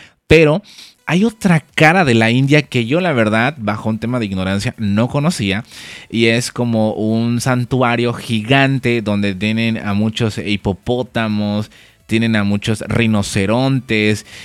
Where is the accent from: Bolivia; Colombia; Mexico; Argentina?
Mexico; nosotros como latinos o mexicanos